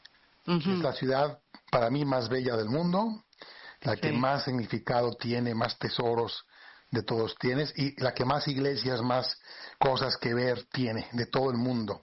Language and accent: Spanish; Spain; now in Mérida, Mexico; Yo soy español, aunque vivo aquí en México.